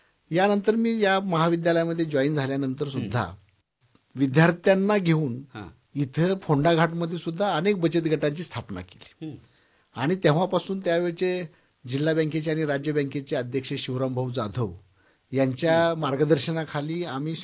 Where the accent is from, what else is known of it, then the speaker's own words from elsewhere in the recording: Ambewadi, Maharashtra, India; moved away as an adult; now in Phondaghat, India; माझं बालपण हे आताचा जो धाराशिव जिल्हा आहे त्यामध्ये आंबेवाडी हे मूळ गाव आहे माझं. त्या ठिकाणी मी माझा जन्म झाला आणि मी माझं जे प्राथमिक शिक्षण आहे ते जिल्हा परिषदेच्या शाळेमध्ये झालेलं आहे.